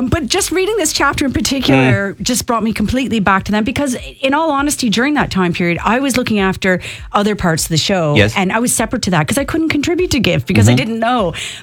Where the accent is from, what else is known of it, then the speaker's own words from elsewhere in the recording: Canada; I didn't know who any of them were because I was fresh from Canada.